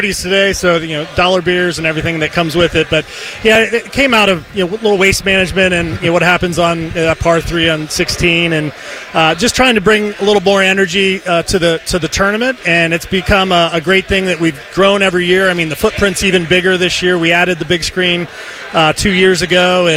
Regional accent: Ohio, United States; moved away; So, I'm from Northeast Ohio

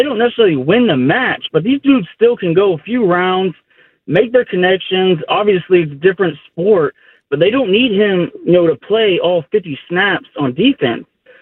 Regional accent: Houston, Texas, United States; And I'm from Houston, so we heard this J.J. Watt stuff after he retired

